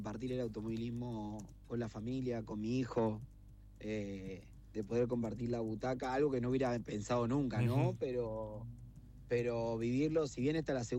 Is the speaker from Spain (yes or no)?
no; Tierra del Fuego, Argentina; nosotros acá de Tierra del Fuego